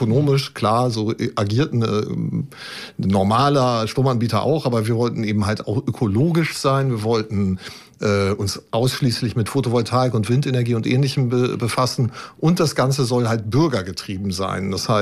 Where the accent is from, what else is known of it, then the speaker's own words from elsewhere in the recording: Lower Saxony, Germany; born there; now in Braunschweig, Germany; ich bin 57 Jahre alt, gebürtig in der Lüneburger Heide und aber seit jetzt schon fast 30 Jahren Braunschweiger